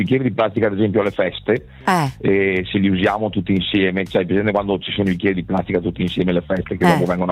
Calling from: Padua, Veneto, Italy; sono veneto

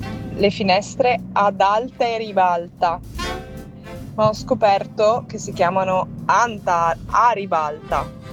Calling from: Rimini, Emilia-Romagna, Italy; da Rimini.

